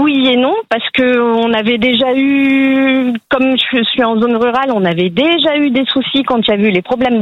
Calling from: Hauts-de-France, France; Je suis en Picardie, je suis à 40 km d'Amiens à peu près, dans une zone rurale.

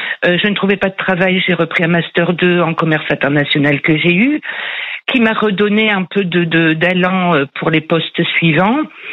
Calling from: Hauts-de-France, France; je vous appelle d'un petit village à côté de Cambrai.

